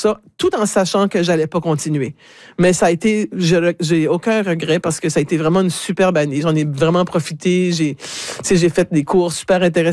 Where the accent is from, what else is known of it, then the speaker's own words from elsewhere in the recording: Moncton, New Brunswick, Canada; also born or lived in Dieppe; Ça fait que je suis revenue à chez moi à Moncton. Je vivais à Dieppe à ce moment-là. Donc, je suis revenue à Dieppe en juillet 2001, en fait.